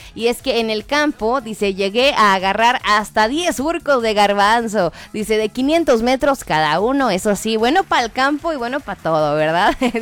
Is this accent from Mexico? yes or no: yes; Mexico; aunque estuviera trabajando en el campo, cortando jardines o lejos de mi tierra, en mi cabeza siempre estaba escribiendo canciones. Me fui a Estados Unidos porque quería comprarme un carrito para moverme.